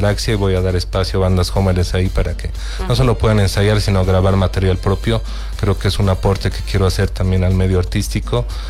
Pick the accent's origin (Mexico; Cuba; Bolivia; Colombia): Bolivia; siento que como bolivianos no nos las creemos.